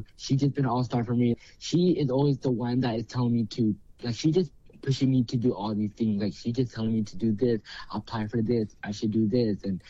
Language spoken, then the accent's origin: English; California, United States; At the conference, I was actually, there was two from California, which was me and this other girl.